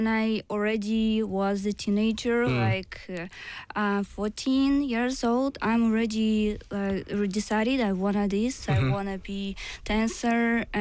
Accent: Voronezh, Voronezh Oblast, Russia; English is a second language; moved away as an adult; also born or lived in St. Petersburg; now in Busan, South Korea; Hometown, my hometown, Voronezh, is central Russia, mm-hmm. not very far to Moscow.

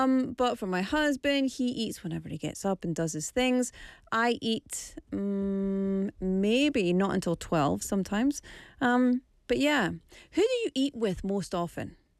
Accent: Scotland, United Kingdom; But I think these days, for me personally, as a Scottish person, eating alone was never considered to be strange.

